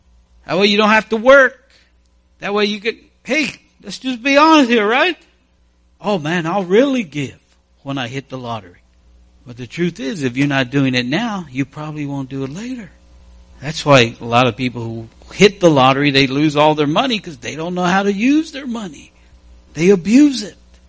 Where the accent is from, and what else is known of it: United States